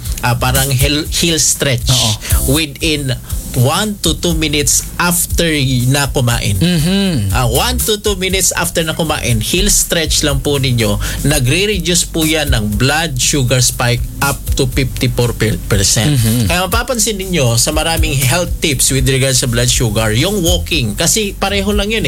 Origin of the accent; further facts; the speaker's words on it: Mindanao, Philippines; Doon sa amin sa Mindanao, ang pinaka gusto ko talaga doon